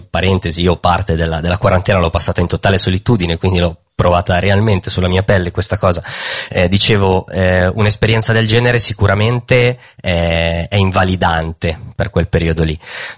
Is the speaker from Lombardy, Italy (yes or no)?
yes; Legnano, Lombardy, Italy; Io sono cresciuto in provincia di Milano, io sono di Legnano, e essendo cresciuto lì